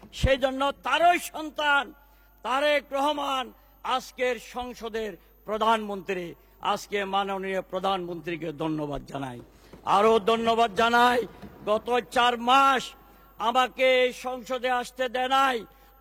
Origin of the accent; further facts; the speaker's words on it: Chittagong, Chittagong Division, Bangladesh; আমরা চট্টগ্রামের লোকজন